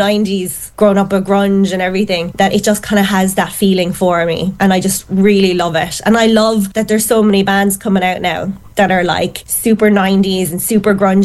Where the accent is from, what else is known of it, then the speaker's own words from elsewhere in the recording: Limerick, Munster, Ireland; I would see … in a medieval castle in my hometown.